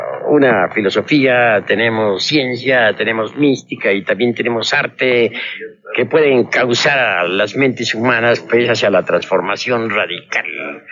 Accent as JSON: {"language": "Spanish", "country": "Mexico"}